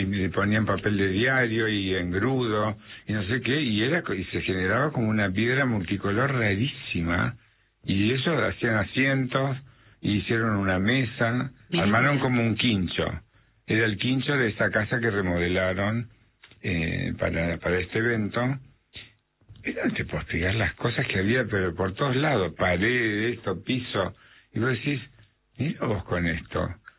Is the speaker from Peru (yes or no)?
no; Santa Fe, Argentina; now in Buenos Aires, Argentina; Va, yo no soy porteño, sí en Santa Fe, pero tengo 60 años de acá. Entonces terminé siendo un porteño